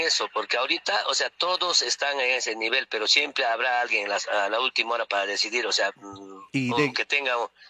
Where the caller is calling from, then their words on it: Quellouno district, Cusco, Peru; Yo soy del distrito de Quello 1.